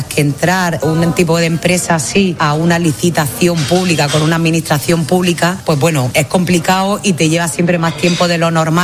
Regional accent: Almería, Andalusia, Spain; como somos el almeriense, ¿no? Muy disfrutona, que lo somos

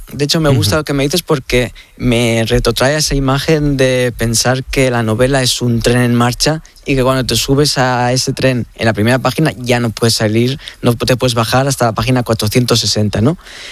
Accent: Tarragona, Catalonia, Spain; moved away as an adult; now in Madrid, Spain; Yo soy de Tarragona, vivo en Madrid desde el 2014

